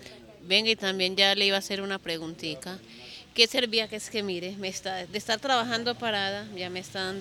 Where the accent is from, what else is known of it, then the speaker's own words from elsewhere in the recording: Medellín, Antioquia, Colombia; born there; also born or lived in Chocó; yo soy de acá, de Medellín.